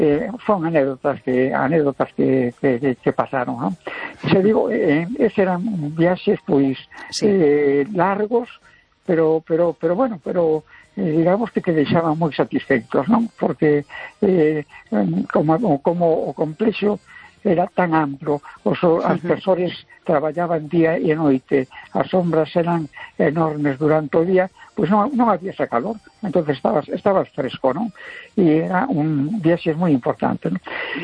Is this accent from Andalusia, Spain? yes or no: no; A Coruña, Galicia, Spain